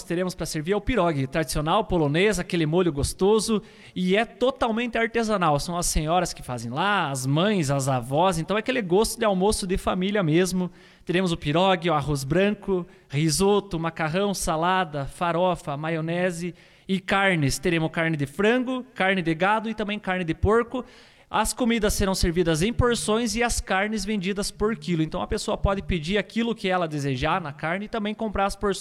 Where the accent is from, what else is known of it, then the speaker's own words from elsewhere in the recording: Palmeira, Paraná, Brazil; Eu sou de Palmeira, de Santa Bárbara.